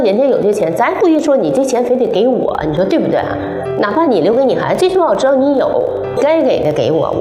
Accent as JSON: {"language": "Chinese", "region": "Northeast China", "country": "China", "said": "我是东北人嘛，说话就是比较直。"}